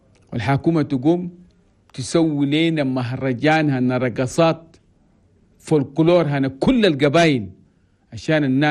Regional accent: Chad; فرحة كبيرة عشان بلدنا تشاد لقت الاستقلال. والعيد ده باقي ليا 3 يوم يوم الثلاثاء الجاي. لابد أننا تشاديين كلنا في ثلاثة الكون.

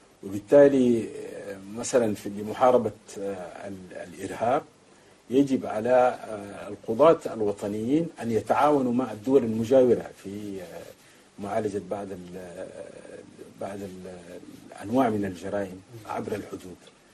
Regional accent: Chad; في بلادنا تشاد

